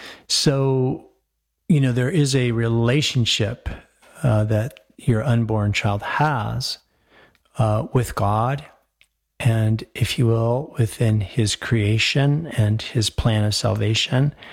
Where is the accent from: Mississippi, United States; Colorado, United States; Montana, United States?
Colorado, United States; Denver; I loved growing up in Denver, of course, in the 70s. I grew up in Denver. It was a much smaller place.